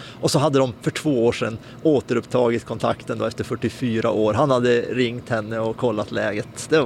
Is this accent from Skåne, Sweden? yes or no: no; Norrbotten County, Sweden; Han hörde att jag var från Norrbotten